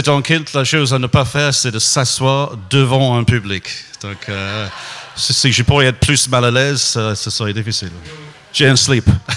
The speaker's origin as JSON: {"language": "French", "region": "Wales", "country": "United Kingdom", "tie": "born or raised there", "second_language": "French", "moved": "yes", "said": "Moi, je viens du nord-est du Pays de Galles, autour de Ruthin, Denbigh, par là. C'est un endroit qui est intéressant, différent du sud ou du nord-ouest, parce que moi, quand j'étais jeune, il y avait 50% des gens qui parlaient gallois"}